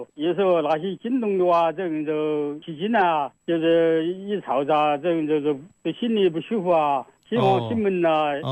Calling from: Tianmen, Hubei, China; 就是天门的。

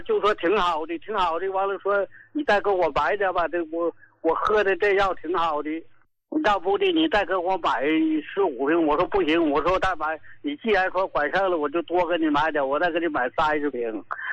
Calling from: Qinhuangdao, Hebei, China; 我老伴和我们都是秦皇岛的人士。

